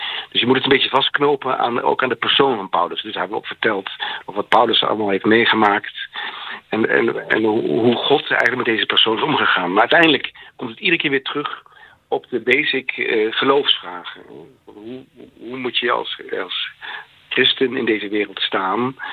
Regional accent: Oudenbosch, North Brabant, Netherlands; born there; moved away; also born or lived in Enschede / Utrecht / The Hague / Leiden; ik ben een oude Bossenaar. Oude Bos. Kijk eens aan. Mijn geboortegrond.

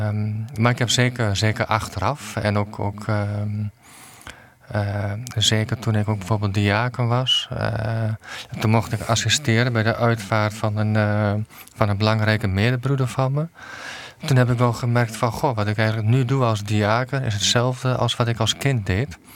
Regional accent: Overijssel, Netherlands; Ik ben geboren en getogen in, in Twente. En dus mijn achternaam is ook een echt typisch Twentse naam. En … is, dat heb ik gekregen van mijn ouders.

